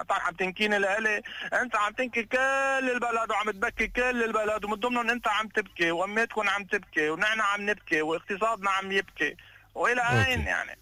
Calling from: Lebanon; طب شو بنقول نحن كلبنانيين؟

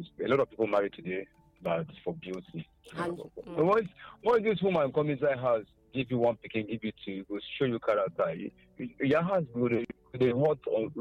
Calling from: Adamawa, Nigeria

